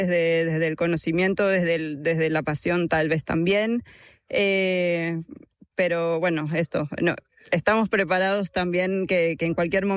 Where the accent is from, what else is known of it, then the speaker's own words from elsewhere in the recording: Argentina; moved away as an adult; yo vengo de Argentina con una formación de un año, y bueno, y la experiencia también.